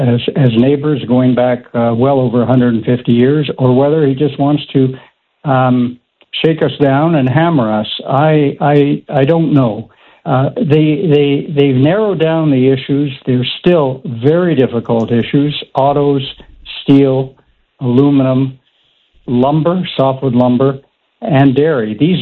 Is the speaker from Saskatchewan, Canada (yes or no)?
yes; Regina, Saskatchewan, Canada; now in Toronto, Canada; I grew up on Cameron Street